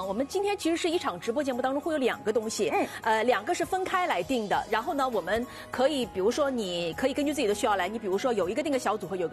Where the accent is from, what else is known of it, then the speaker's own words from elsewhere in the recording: Jiangxi, China; 我是江西人，我们江西的高安也是出腐竹的哦